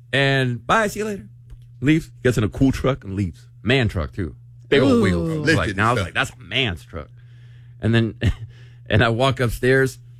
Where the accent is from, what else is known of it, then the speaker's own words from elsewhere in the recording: Texas, United States; I went to church camp in July and met this guy from Louisiana. I'm from Texas.